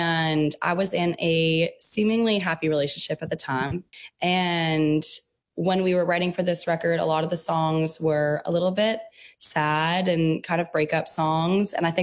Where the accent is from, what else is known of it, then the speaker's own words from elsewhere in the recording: Abbotsford, British Columbia, Canada; But I grew up in Abbotsford, BC. I went to an integrated art school growing up.